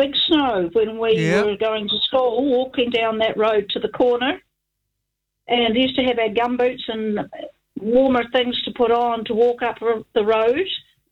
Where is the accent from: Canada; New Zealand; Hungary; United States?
New Zealand; Crookston, Otago; I come from Crookston in West Otago.